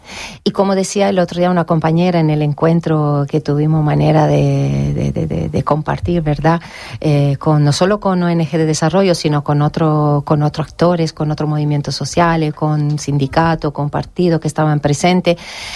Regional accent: Italy; now in Spain; Claro, exacto, es verdad, me corrijo, italiana andaluza.

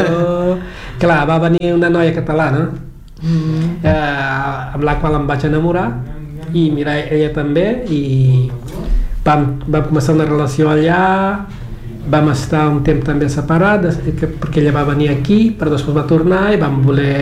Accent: Mindelo, São Vicente, Cape Verde; moved away as an adult; now in Catalonia, Spain; Jo sóc de Sant Vicente, l'illa

